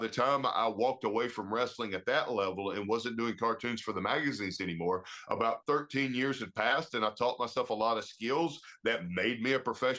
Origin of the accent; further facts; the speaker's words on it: Anniston, Alabama, United States; here in my hometown